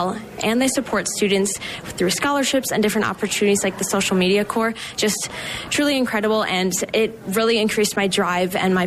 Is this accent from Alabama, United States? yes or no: no; Port Washington, Wisconsin, United States; also born or lived in South Dakota; I grew up in Wisconsin